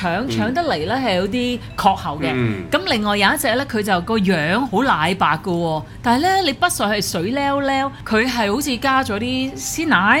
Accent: China; 同埋即係最重要，我哋中國人咧成日都講不時不食啊嘛

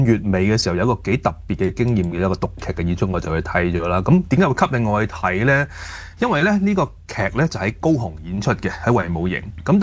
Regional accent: Hong Kong; 我哋香港人好關心嘅一樣嘢

